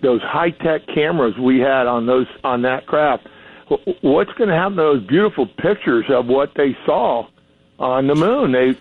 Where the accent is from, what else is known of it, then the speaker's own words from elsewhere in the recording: Florida, United States; I grew up in South Florida, and when I was a young man, I'm 75 now, but I remember when I was about 7 or 8 years old, in the Miami Herald